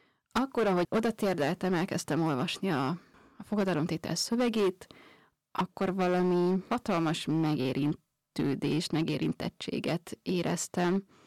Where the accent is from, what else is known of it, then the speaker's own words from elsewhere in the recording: Kőszeg, Vas, Hungary; moved away; Kőszegről származom.